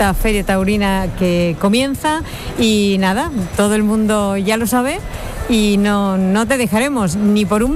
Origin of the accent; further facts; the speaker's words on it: Huelva, Andalusia, Spain; En Merced de Huelva, bien, en mi tierra, estupendo.